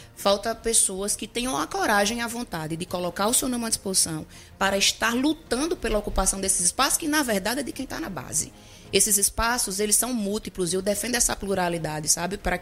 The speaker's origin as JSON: {"language": "Portuguese", "region": "Bahia", "country": "Brazil", "moved": "yes", "said": "sou de Bahia, tenho ainda uma história que não sai de lá"}